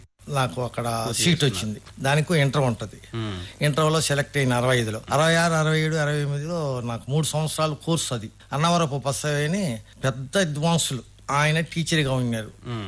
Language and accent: Telugu; Nellurupalli Kothapalem, Andhra Pradesh, India; నాది నెల్లూరు జిల్లాలో కోట మండలం నెల్లూరుపల్లి కొత్తపాలెం సార్.